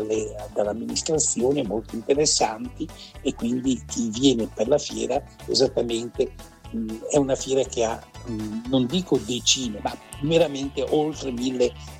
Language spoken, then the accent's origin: Italian; Castelmassa, Veneto, Italy; Se viene a Castelmassa abbiamo una bellissima piazza